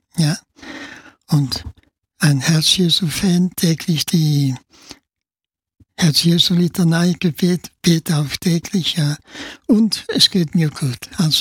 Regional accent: Barcelona, Catalonia, Spain; German is a second language; moved away as an adult; also born or lived in Germany; now in Vienna, Austria; Ich bin also 59 von Spanien nach Österreich gekommen. Ich war ja Piaristenschüler in Barcelona, ich bin auch in Barcelona geboren.

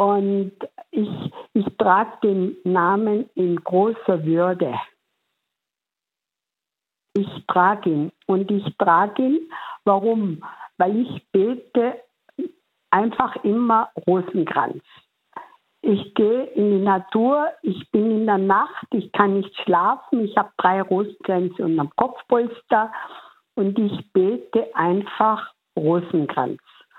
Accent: Tyrol, Austria; now in Salzburg, Austria; Ja, ich bin in Salzburg, aber ich bin Tirolerin. Bin jetzt halt ganz kurz hinterm Berg in Salzburg, aber ich fühle mich sehr als Tirolerin.

